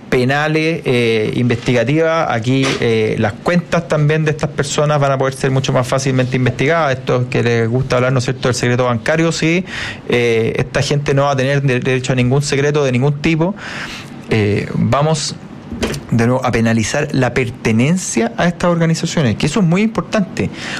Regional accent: Chile; esto yo en mi país no lo voy a aguantar.

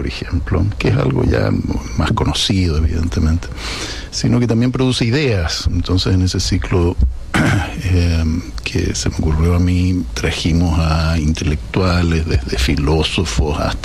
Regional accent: Chile; me duelen más los chilenos, y ahí me doy cuenta, entre otras razones, de que sigo siendo más chileno, a pesar de que soy español también.

